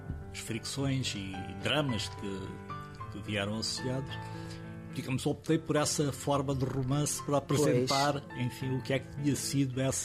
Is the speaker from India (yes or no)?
yes; Goa, India; as primeiras histórias serem sobre a minha infância e primeira juventude em Goa fizeram-me renascer esse interesse por contar uma história goesa